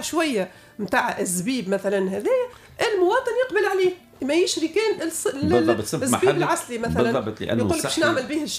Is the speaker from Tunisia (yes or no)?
yes; Tunisia; بلادنا تونس